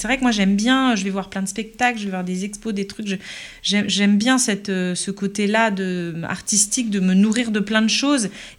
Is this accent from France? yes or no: yes; Paris, Île-de-France, France; moved away as an adult; also born or lived in Quebec; moi, je suis née à Paris. J'ai grandi à Paris. Toute ma famille vient de Paris. C'est une ville que j'ai dans mon cœur et voilà, qui fait partie de moi. Et après, le Québec qui est rentré dans ma vie quand j'avais 25 ans